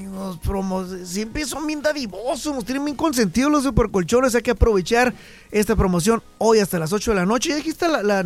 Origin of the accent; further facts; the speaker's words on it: Mexico; como mexicanos que somos, o bueno, como en Chicali